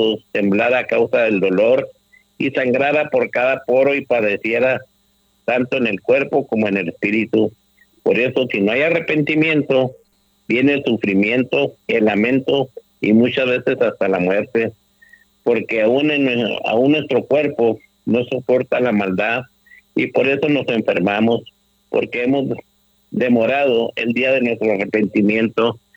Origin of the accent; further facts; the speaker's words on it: Delicias, Chihuahua, Mexico; Qué bueno que se fue a mi tierra querida, Delicias.